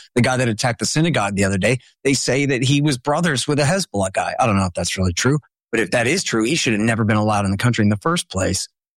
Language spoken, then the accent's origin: English; Austin, Texas, United States; a terrorist went and killed 3 innocent people drinking at the bar in my hometown, Austin, Texas